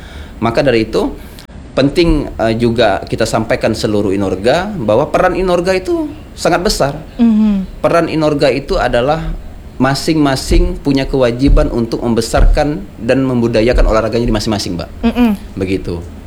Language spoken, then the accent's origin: Indonesian; Pontianak, West Kalimantan, Indonesia; Saya asli Kota Pontianak.